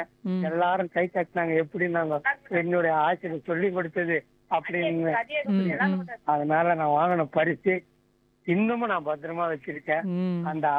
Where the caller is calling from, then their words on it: Chennai, Tamil Nadu, India; நான் சென்னையில இருந்து